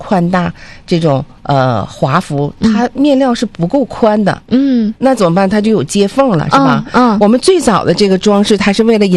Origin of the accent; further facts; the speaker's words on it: China; 这种剪裁是我们中国服饰所独有的，这种剪裁也是更符合我们中国人的这种审美的传统吧